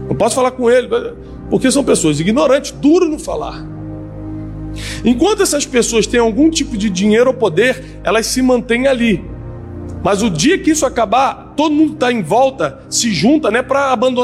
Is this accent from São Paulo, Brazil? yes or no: no; Rio de Janeiro, Brazil; born or raised there